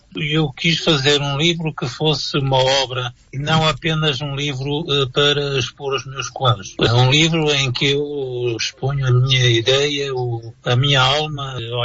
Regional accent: Maputo, Maputo City, Mozambique; also born or lived in Portugal / Switzerland; Moçambique, Lourenço Marques, hoje chama-se Maputo, é também a minha terra, porque foi lá que eu passei a minha infância e a minha adolescência.

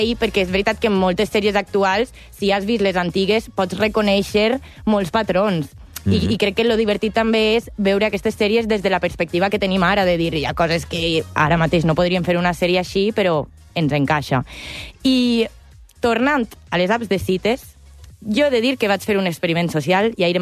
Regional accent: Valencia, Valencian Community, Spain; Jo que sóc de València, la ruta del bacalao

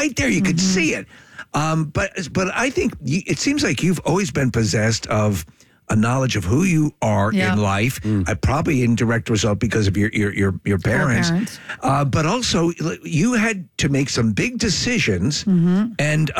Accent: New York, United States; born there; moved away as an adult; now in Philadelphia, United States; I was born in Manhattan, lived a lot of my life in New York, but moved down to Philly, you know, decades ago.

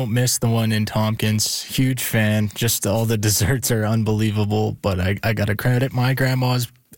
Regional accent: Saskatchewan, Canada; The Southwest.

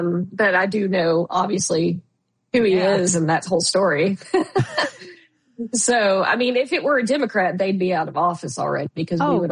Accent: Texas, United States; moved away; I am originally from Texas

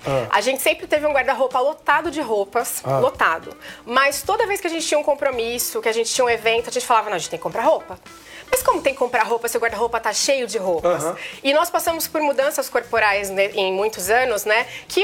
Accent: São Paulo, Brazil; now in Santo André, Brazil; Ali da região de Ermelino-Matarazzo.

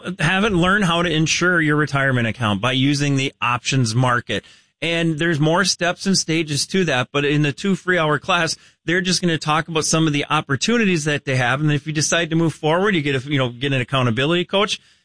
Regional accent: Midwest, United States; You know, I'm from the Midwest. It's cold

